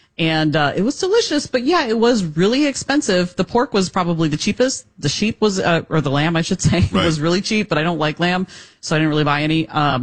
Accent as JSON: {"language": "English", "country": "United States", "said": "I don't. I definitely don't. So, I'm all American."}